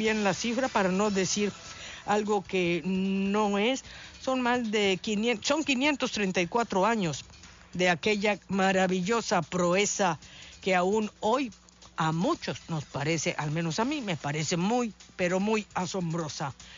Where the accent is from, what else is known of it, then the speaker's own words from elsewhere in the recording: Mexico; esta grandiosa y hermosa comunidad que somos los mexicanos.